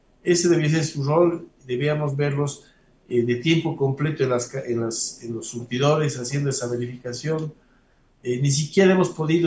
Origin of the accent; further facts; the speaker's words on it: Bolivia; nosotros como bolivianos